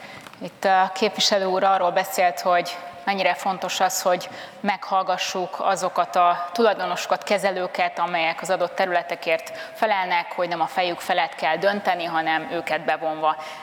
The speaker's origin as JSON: {"language": "Hungarian", "region": "Budapest", "country": "Hungary", "said": "Azt tudom mondani budapestiként"}